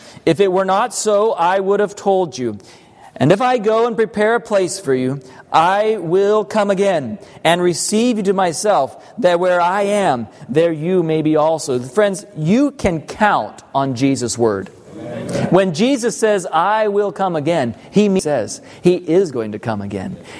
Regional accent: Arkansas, United States; I told them that I'm from Arkansas. I grew up in Arkansas.

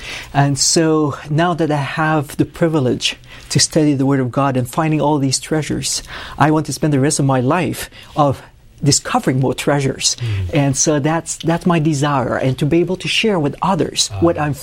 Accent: California, United States; I grew up in California, but got a call to ministry in Alaska

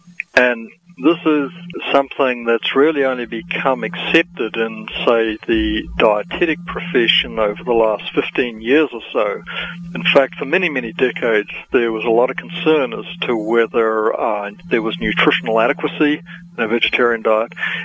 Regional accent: New Zealand; I grew up in New Zealand, and I was count myself fortunate that my parents had actually become Christians, and actually Seventh-day Adventist Christians, prior to my birth

